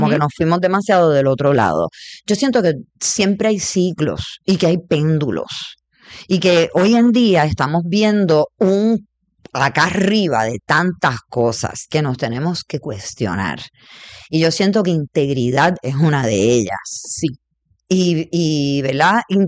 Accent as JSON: {"language": "Spanish", "country": "Puerto Rico", "said": "yo soy boricua"}